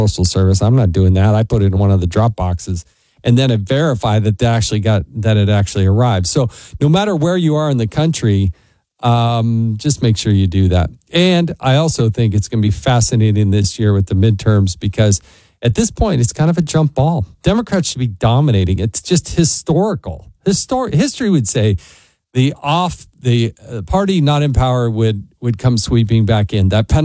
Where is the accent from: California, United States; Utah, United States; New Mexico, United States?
Utah, United States; They're on KNRS, kind of my hometown station there in Utah.